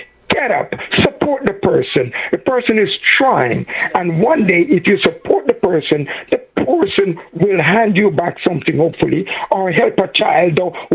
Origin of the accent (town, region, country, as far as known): Jamaica